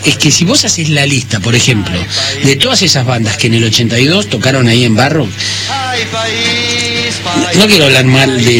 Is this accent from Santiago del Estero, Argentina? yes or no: no; Morón, Buenos Aires Province, Argentina; el diario del periódico del colegio Manuel Dorrego, de Morón, donde bueno, estudié.